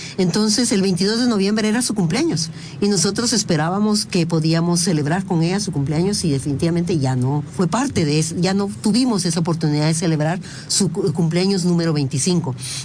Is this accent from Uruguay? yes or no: no; Guatemala; Todos, desde el momento en que somos ciudadanos guatemaltecos, tenemos garantías judiciales que deben ser respetadas.